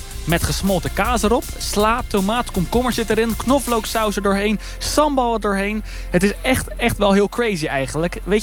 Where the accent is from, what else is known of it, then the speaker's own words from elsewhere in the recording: Rotterdam, South Holland, Netherlands; Ik kom uit Rotterdam, ik ben er geboren, ik ben er getogen, ik leef er nog steeds. Ik studeer er helaas niet. Ik studeer in Utrecht